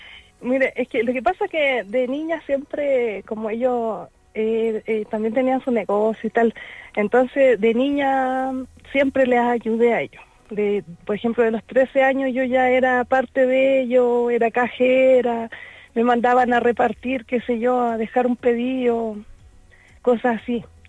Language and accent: Spanish; Calama, Antofagasta, Chile; yo soy oriunda de Calama.